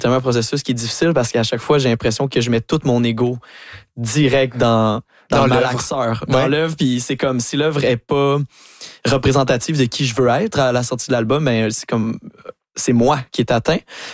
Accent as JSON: {"language": "French", "town": "Saint-Hyacinthe", "region": "Quebec", "country": "Canada", "said": "moi, je viens de Saint-Hyacinthe, qui est une ville agricole."}